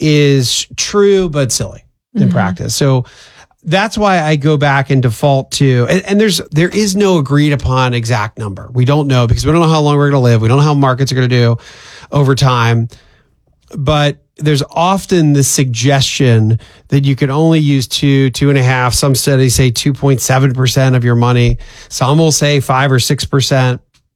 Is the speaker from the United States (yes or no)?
yes; Pennsylvania, United States; I'm from Pennsylvania, and there's a phrase that was very often said growing up, and this is more of a, for some reason, I think of this as a Pennsylvania thing.